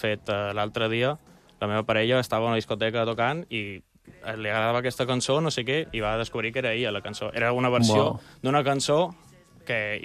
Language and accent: Catalan; Elvas, Portalegre District, Portugal; La meva mare és anglesa i he crescut a Portugal, a la frontera amb Badajoz.